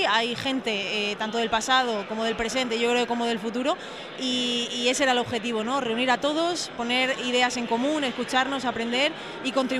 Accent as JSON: {"language": "Spanish", "town": "Villanueva de la Serena", "region": "Extremadura", "country": "Spain", "said": "yo soy de Extremadura, soy de Villanueva de la Serena"}